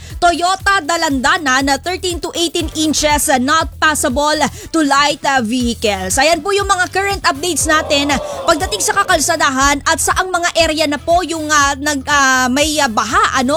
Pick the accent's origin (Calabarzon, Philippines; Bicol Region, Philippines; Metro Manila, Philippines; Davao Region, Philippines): Metro Manila, Philippines; Muntinlupa; Bilang nga, ako'y taga Muntinlupa